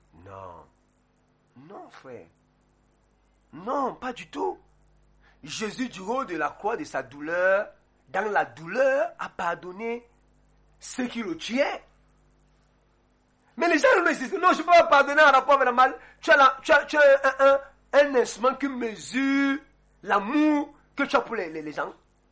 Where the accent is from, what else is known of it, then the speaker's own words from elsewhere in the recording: Kondongo, Centre, Cameroon; Moi, je me rappelle, on a grandi ici en Kondongo. Je parle Lombo